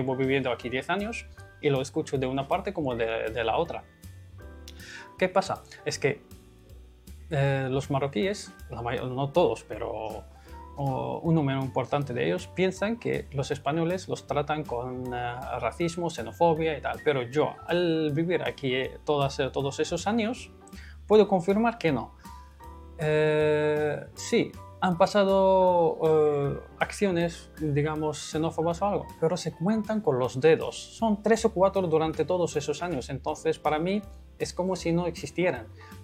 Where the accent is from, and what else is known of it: Morocco; now in Jerez, Spain